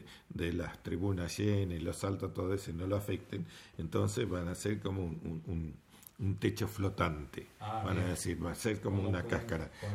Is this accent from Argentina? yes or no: yes; Paraná, Entre Ríos, Argentina; cuando era chico, mira, en Paraná teníamos un vecino